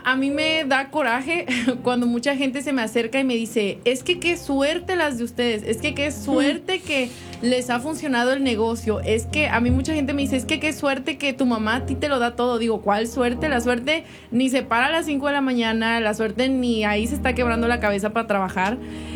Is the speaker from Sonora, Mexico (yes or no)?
no; Veracruz, Mexico; Aunque a mí me encanta que soy de Veracruz, estoy orgullosísima de ser de México